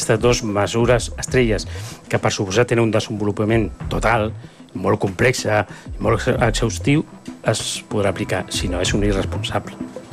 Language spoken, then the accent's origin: Catalan; Catalonia, Spain; perquè jo soc català, dono una miqueta d'envejeta.